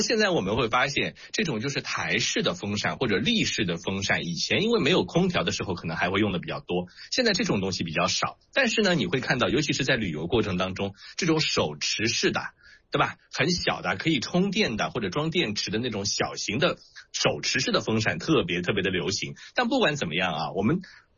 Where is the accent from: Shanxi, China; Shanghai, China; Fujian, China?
Shanghai, China; 我们上海话会这么来说啊